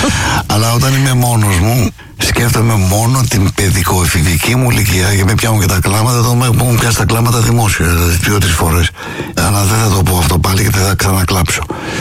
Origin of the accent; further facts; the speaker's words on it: Hymettus, Attica, Greece; born there; Στον Ημιτό.